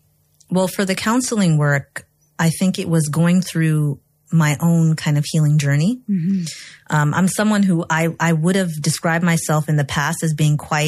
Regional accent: Egypt; moved away as an adult; Well, I grew up in Egypt.

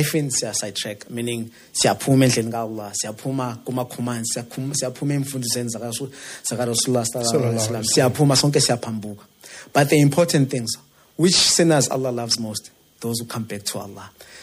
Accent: Soweto, Gauteng, South Africa; So, growing up in Soweto, is surrounded by corruption everywhere.

